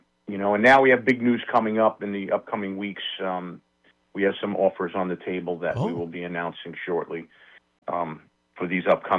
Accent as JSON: {"language": "English", "town": "Long Island", "region": "New York", "country": "United States", "said": "Yeah, we're all from Long Island, New York."}